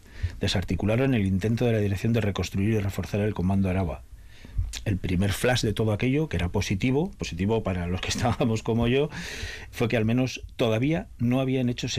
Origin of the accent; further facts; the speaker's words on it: Alsasua, Navarre, Spain; yo soy navarro, soy de Alsasua, pero cuantitativamente gran parte de mi familia es de Agurain